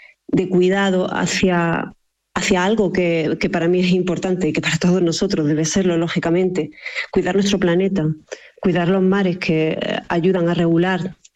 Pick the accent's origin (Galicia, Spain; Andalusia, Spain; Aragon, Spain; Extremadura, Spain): Andalusia, Spain; Jaén; moved away; es la primera vez que voy a exponer en mi tierra, rodeada de mis amigos, de mi familia, de gente que me conoce desde hace mucho tiempo